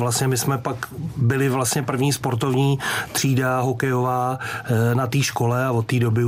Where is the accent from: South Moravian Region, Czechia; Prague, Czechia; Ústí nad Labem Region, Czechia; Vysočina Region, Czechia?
Ústí nad Labem Region, Czechia; Litvínov; born there